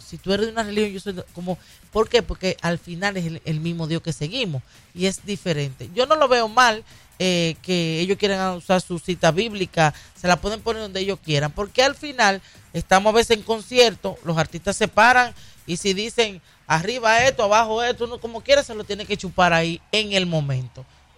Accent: Dominican Republic; now in United States; uno como dominicano se siente mal

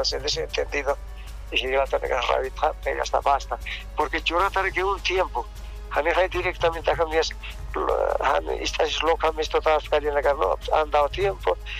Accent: Bolivia; nosotros también somos bolivianos

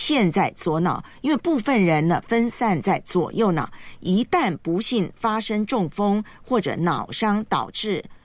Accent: Taiwan; moved away; 在老家台湾就很喜欢看棒球比赛，我从小都是看着棒球比赛长大的。

